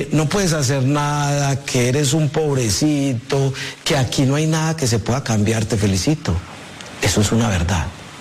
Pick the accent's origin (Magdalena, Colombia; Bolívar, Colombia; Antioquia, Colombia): Antioquia, Colombia